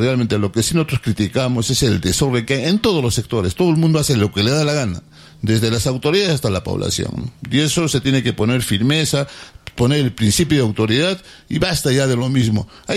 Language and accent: Spanish; Arequipa, Peru; nosotros, como ciudadanos arequipeños